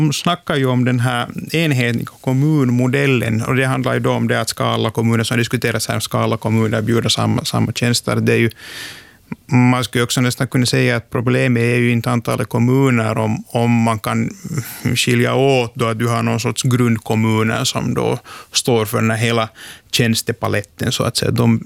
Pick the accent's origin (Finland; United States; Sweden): Finland; Pori, Satakunta; jag är själv från Björneborg